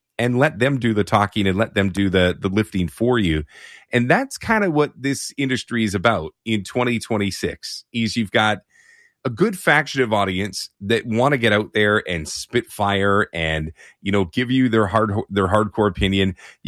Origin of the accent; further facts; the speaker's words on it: Toronto, Ontario, Canada; moved away as an adult; now in Vancouver, Canada; I was born and raised in Toronto, moved out to Vancouver when I was 20. So I still say I'm a Vancouverite now, but my sports allegiance still lie back east.